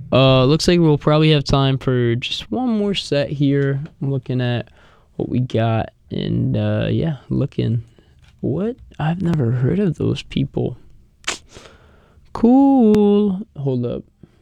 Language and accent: English; Charleston, South Carolina, United States; moved away; my hometown of Charleston